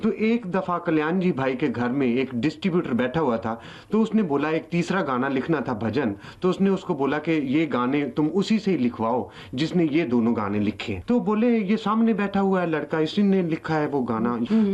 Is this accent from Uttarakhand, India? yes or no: no; Delhi, India; जब मैं नया नया दिल्ली से आया था तो मेरा कुछ रहने या कपड़ों का स्टाइल कुछ ऐसा था जो दिल्ली वाले नीले पीले कपड़े और पहना करता था।